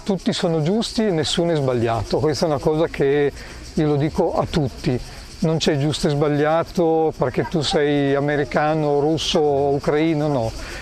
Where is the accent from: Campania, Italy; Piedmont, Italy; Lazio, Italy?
Piedmont, Italy; Mongardino; arrivo da un paese, un paesino in Italia, si chiama Mongardino, in provincia di Asti, Piemonte, vicino a Torino.